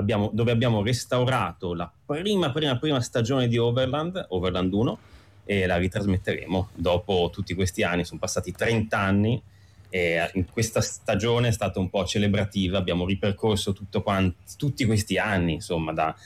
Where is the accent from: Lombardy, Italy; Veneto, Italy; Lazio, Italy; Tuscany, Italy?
Lombardy, Italy; Milan; Comunque sono di Milano, mio padre è di Torino.